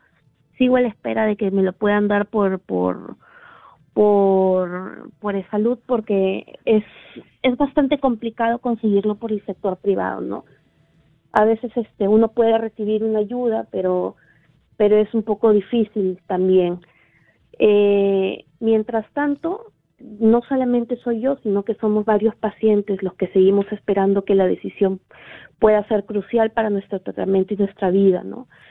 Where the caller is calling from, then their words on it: Lima, Peru; Llamo desde Lima.